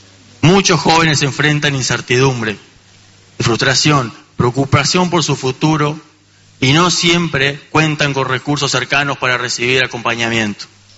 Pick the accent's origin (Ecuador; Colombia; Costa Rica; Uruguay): Uruguay; Los jóvenes rurales no somos un adorno de discurso agropecuario ni una promesa del mañana. Somos parte efectiva del Uruguay de hoy.